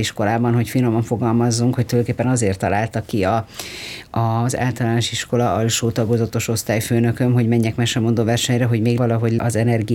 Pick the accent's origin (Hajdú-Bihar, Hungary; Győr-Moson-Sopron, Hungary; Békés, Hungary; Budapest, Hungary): Hajdú-Bihar, Hungary; Hajdúhadház; ugye én a Hajdúatházon nőttem föl, és a Debreceni Színházban volt bérletünk